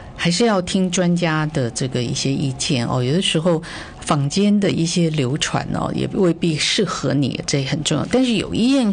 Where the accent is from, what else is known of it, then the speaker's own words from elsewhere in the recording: China; 我们中国人常喜欢吃银杏啊